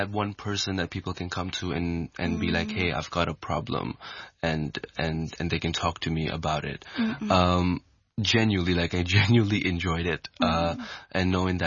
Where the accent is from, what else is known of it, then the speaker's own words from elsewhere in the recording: Hong Kong; growing up, it was quite like positive in the sense that like growing up in Hong Kong, because Hong Kong is an international city